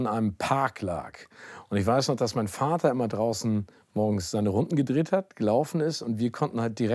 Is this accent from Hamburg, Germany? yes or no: yes; Hamburg, Germany; born there; also born or lived in Phoenix, Arizona, United States; Ich bin ja im Hamburger Westen aufgewachsen und meine Eltern sind damals in ein Mehrfamilienhaus gezogen, deren Wohnung direkt an einem Park lag.